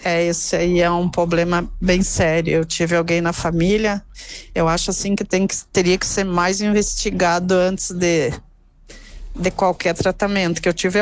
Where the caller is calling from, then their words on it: Joaçaba, Santa Catarina, Brazil; eu sou de Joaçaba.